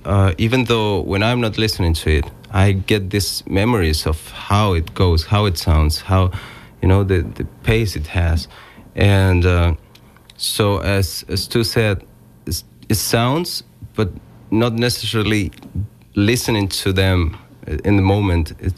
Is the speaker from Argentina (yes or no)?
yes; Argentina; Not just because I'm from Argentina, because that's a cliche thing